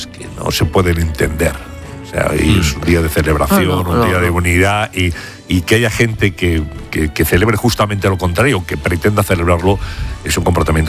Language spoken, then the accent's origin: Spanish; Spain; Pero somos españoles.